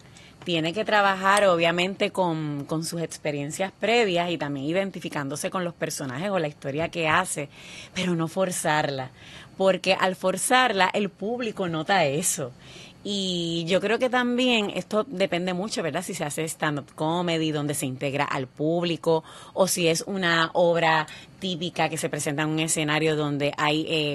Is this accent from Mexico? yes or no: no; Utuado, Puerto Rico; me crié en Utuado, soy nacida y criada en Utuado